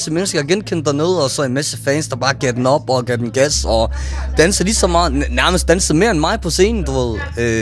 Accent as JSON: {"language": "Danish", "town": "Aarhus", "region": "Central Denmark Region", "country": "Denmark", "tie": "born or raised there", "moved": "as an adult", "lives_now": "Copenhagen, Denmark"}